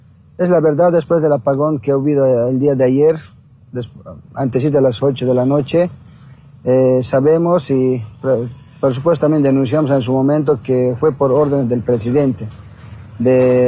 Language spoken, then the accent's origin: Spanish; Cochabamba, Bolivia; nosotros como sector del Trópico de Cochabamba